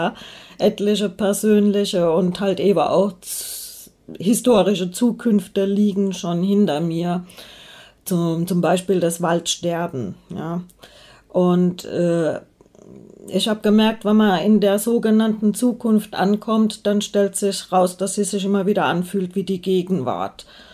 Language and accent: German; Hesse, Germany; born there; ich stamme ja aus Hessen gebürtig